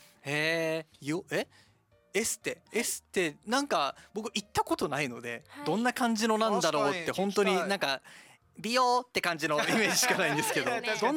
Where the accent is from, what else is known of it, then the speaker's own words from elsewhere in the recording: Okinawa, Japan; 県民としてなんか誇らしいですね